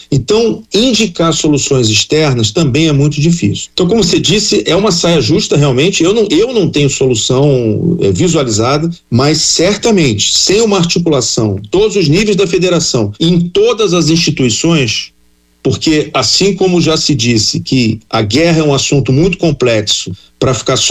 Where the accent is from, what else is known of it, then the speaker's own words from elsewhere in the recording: Brazil; Nós somos brasileiros